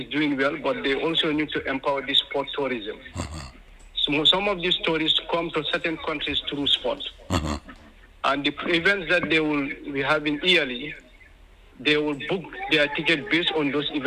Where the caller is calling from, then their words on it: Busumbala, West Coast, Gambia; I'm back to the Gambia. I'm calling from Busumbala Farato, but I'm working at the Ministry of Basic and Secondary Education.